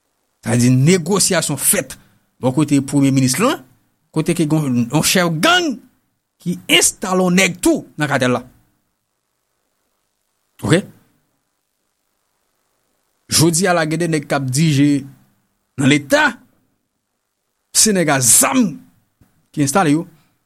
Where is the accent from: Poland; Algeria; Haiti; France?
Haiti; Parce que chez nous en Haïti, ce sont des bandits qui a l'honneur.